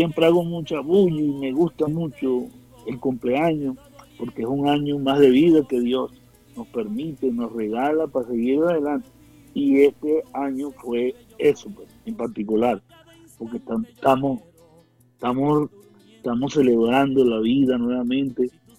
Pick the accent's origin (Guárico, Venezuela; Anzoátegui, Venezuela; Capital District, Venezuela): Guárico, Venezuela; cada vez que yo canto esa canción de los valles de Altagracia, de mi tierra, con orgullo, guariqueño